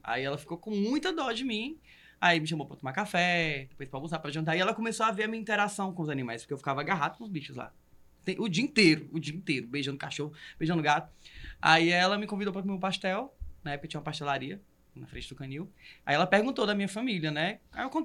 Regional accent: São Paulo, Brazil; Não estaria em São Paulo, porque eu sou paulista, né? Nem teria vindo pra cá.

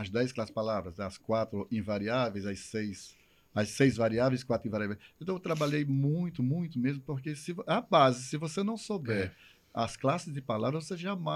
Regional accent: Ceará, Brazil; accent: Cariri accent, Pernambucan-like; moved away as an adult; also born or lived in Brasília; eu sou do interior do Ceará.

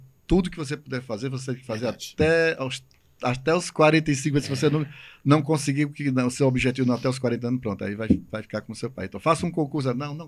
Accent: Crato, Ceará, Brazil; moved away as an adult; also born or lived in Brasília; Quando eu cheguei em Brasília em 92, não tinha absolutamente nada que se comparasse à minha terra natal, à minha região do Cariri em Crato.

